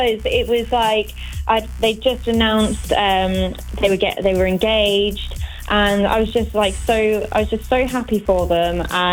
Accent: Kettering, East Midlands, United Kingdom; Born and bred in Kettering. I think Kettering's a colourful place, you know. Loads of little like music bars and things going on

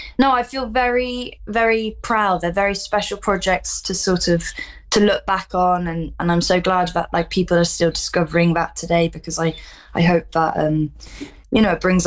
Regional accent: Nottingham, East Midlands, United Kingdom; I grew up mostly in Nottingham. I'm a military kid, so I moved around a lot.

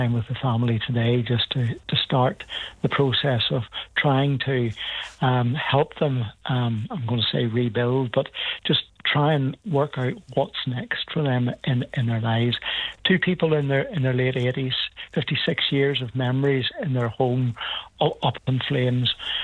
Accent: Carrickfergus, Northern Ireland, United Kingdom; I'm from Carrickfergus. I've been the mayor of Carrickfergus, and I know the history of our town.

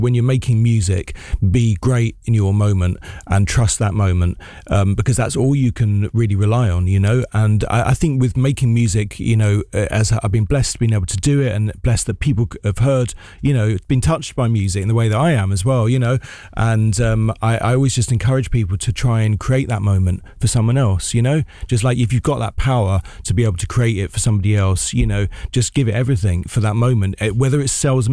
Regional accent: London, United Kingdom; my first time in Belgravia, I believe, in all my life as a Londoner.

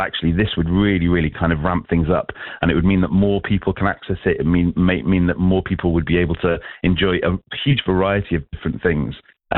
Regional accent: Wales, United Kingdom; I was growing up in South Wales

